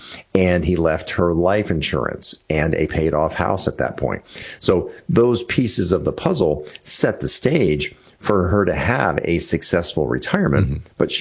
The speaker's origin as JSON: {"language": "English", "town": "Washington", "region": "District of Columbia", "country": "United States", "tie": "born or raised there", "said": "I grew up in the Washington, D.C. area."}